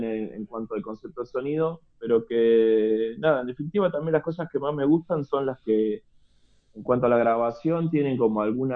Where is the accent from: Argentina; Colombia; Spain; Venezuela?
Argentina; La Matanza, Buenos Aires Province; La Matanza, de donde yo vengo, La Matanza queda en los suburbios de Buenos Aires.